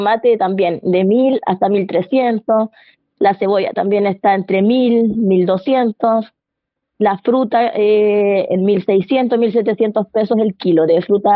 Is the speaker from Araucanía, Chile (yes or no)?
no; Peralillo, Coquimbo, Chile; Nosotros, por lo menos, nosotros somos de acá del interior, somos de Peralillo.